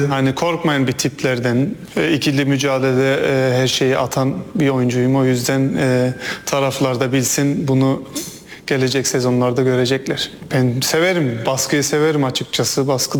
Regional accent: Germany; now in Turkey; Doğma büyüme Almanya ama gene kanımız Türkiye. O yüzden benim için güzel bir his. Ailem de sevindi açıkçası ve o yüzden mutluyum Türkiye'de olmama.

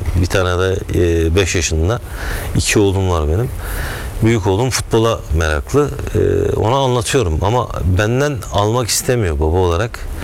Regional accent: North Aegean, Turkey; Yani biz, ben Kuzey Ege'den çıkan bir çocuk olarak, hı-hı, ben Kuzey Ege'liyim.

